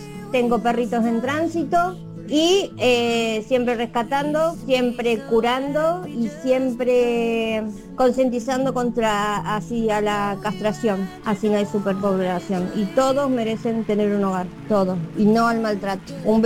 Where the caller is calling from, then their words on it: Lincoln, Buenos Aires Province, Argentina; de Lincoln, provincia de Buenos Aires.